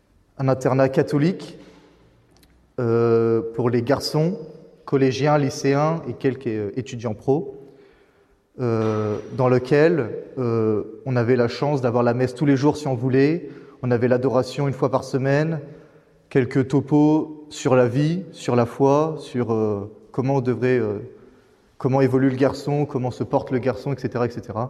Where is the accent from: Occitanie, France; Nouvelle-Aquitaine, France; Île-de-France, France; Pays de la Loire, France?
Nouvelle-Aquitaine, France; Je suis du Poitou.